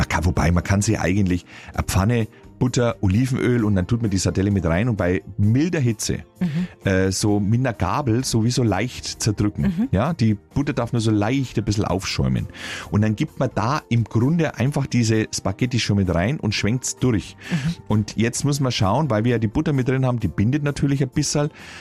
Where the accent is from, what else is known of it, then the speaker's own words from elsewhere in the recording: Franconia, Germany; weil ich sie als Franke nicht aussprechen kann